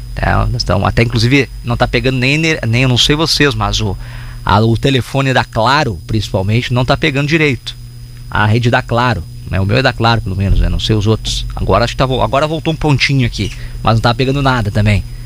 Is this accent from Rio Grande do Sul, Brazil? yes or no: yes; Bento Gonçalves, Rio Grande do Sul, Brazil; sou de Bento Gonçalves e estou tentando contato com meus pais que moram na cidade de Fontoura